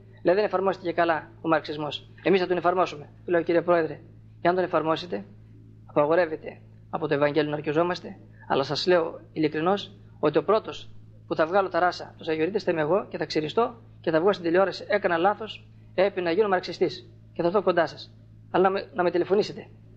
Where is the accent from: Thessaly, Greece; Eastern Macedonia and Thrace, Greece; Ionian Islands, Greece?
Thessaly, Greece; now in Mount Athos, Greece; γιατί εμείς οι Θεσσαλοί, γιατί είναι και πατριώτες μου, είμαι Θεσσαλός.